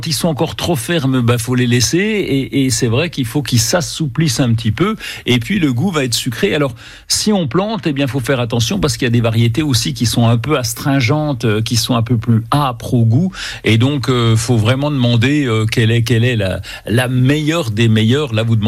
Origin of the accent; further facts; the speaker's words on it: Bourgogne-Franche-Comté, France; Même chez nous, en Franche-Comté, ça peut aller.